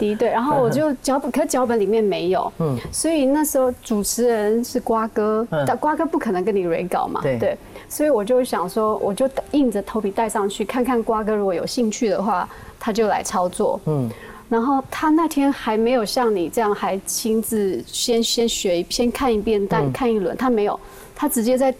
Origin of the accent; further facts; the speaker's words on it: Nantou County, Taiwan; 放在我的家乡，就是南投县信义乡的13个部落